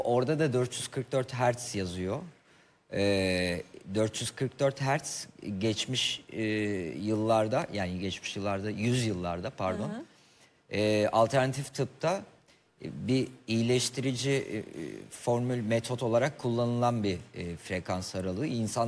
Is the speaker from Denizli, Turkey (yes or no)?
no; Elazığ, Turkey; ben Elazığlıyım bu arada.